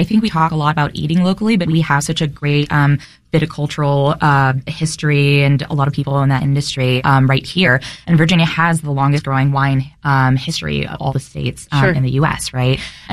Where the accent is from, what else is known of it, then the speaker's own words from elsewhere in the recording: South Korea; So, like, I grew up in Korea, so I grew up around fermentation. So I learned how to make Korean traditional alcohol.